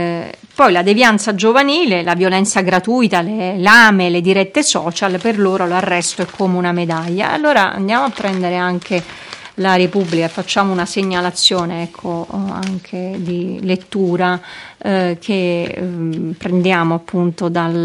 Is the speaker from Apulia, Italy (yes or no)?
no; Milan, Lombardy, Italy; born there; nella Milano di quando io ero ragazzina, bambina, nei primi anni Ottanta